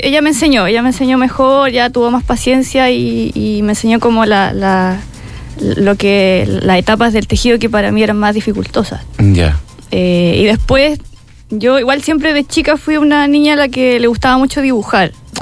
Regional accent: Rari, Maule, Chile; yo vengo de la localidad de Rari, que queda aproximadamente 25 kilómetros desde Linares, desde la provincia de Linares, hacia la precordillera. Es un pueblo pequeño, muy conocido por la artesanía que se realiza allá, que es el tejido en crin de caballo.

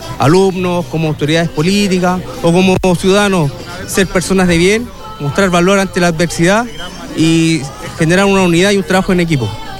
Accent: Chile; nos pertenecen como chilenos.

